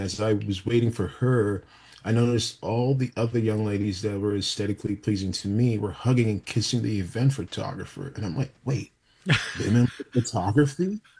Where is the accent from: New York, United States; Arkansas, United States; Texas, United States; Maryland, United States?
New York, United States; New York City; growing up in New York City, for a lot of us, we're taught they're rats with wings, basically.